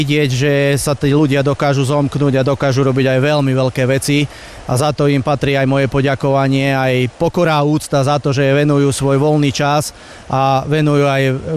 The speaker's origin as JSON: {"language": "Slovak", "town": "Motyčky", "region": "Banská Bystrica Region", "country": "Slovakia", "tie": "born or raised there", "said": "Tak je to moja rodná dedina, kde som od malička rástol, kde som získaval kamarátov, prvé bicyklovania, prvé turistiky, prvé naháňanie medveďom a podobné veci"}